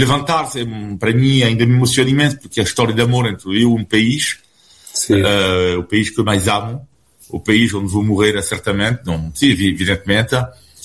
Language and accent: Portuguese; France; now in Portugal